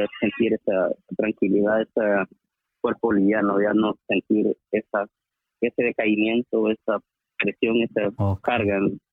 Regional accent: El Salvador; now in Los Angeles, United States; yo soy de El Salvador, estoy acá viviendo en Los Ángeles.

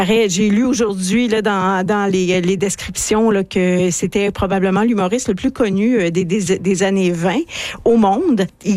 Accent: Quebec, Canada; ça me fait penser un peu, moi je viens des Laurentides, hein, ça me fait penser un peu aux Laurentides.

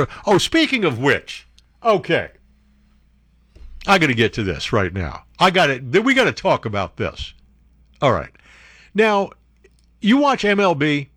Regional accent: New York, United States; also born or lived in New Jersey; I grew up in New York and New Jersey, and I had many, many Jewish friends, okay?

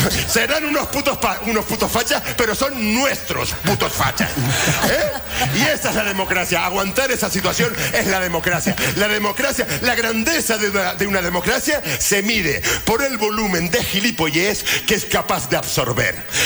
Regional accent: Granadilla, Canary Islands, Spain; está llegando a Canarias, está llegando a mi pueblo. Yo soy de Granadilla. Yo soy de Granadilla.

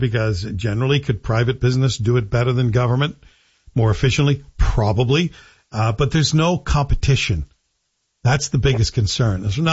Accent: Canada; And as a passenger and as a Canadian, I'm in.

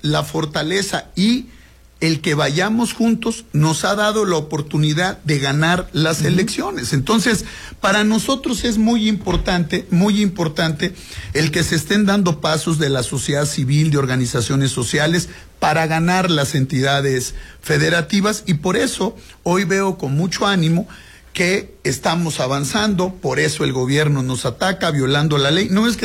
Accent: Mexico; somos mexicanos

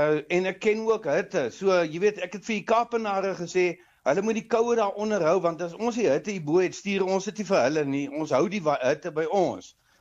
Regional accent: Mossel Bay, Western Cape, South Africa; moved away as an adult; also born or lived in Oudtshoorn; now in Limpopo, South Africa; Ek is op Mosselbaai gebore. In 1963 toe is dit wat ek die lig aanskou daarso. En ek het my skoolloopbaan in Mosselbaai in eers by 'n klein laerskooltjie Buffelfontein

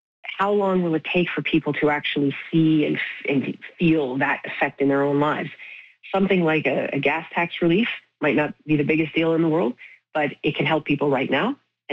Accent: Cape Breton, Nova Scotia, Canada; I'm from the East Coast, too. I'm from Cape Breton. I'm used to living in a place where everybody kind of thinks you have to, you grow up and you leave.

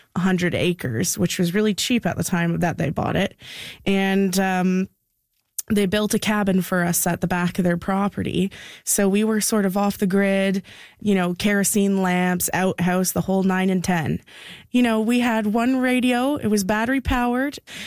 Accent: South River, Ontario, Canada; I grew up in a little cabin. We are from South River, but we're about 45 minutes outside of the town in an unorganized township called Lount.

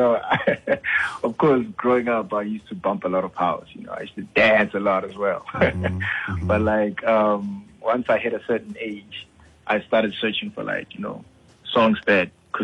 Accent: Pretoria, Gauteng, South Africa; From Pitori, Ntwana

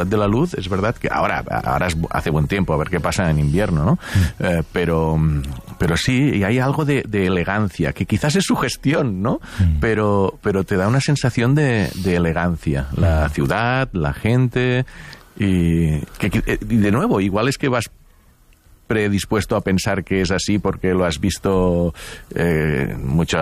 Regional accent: Catalonia, Spain; Bueno, pues no es una lengua tan diferente y siendo catalán pues se facilita un poco...

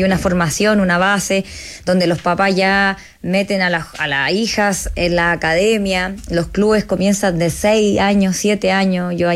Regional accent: Chile; moved away as an adult; now in Australia; yo no oculto que soy de Chile

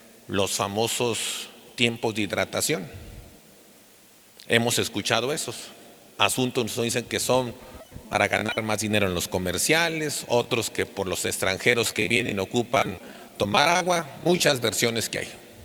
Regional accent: Mexico; Que el pueblo mexicano valgamos con lo que tenemos dentro.

